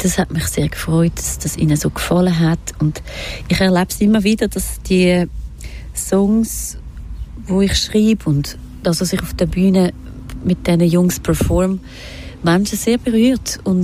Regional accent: Winterthur, Zurich, Switzerland; born or raised there

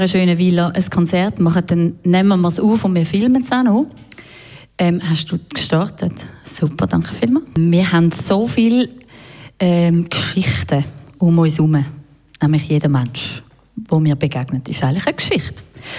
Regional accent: Winterthur, Zurich, Switzerland; born or raised there

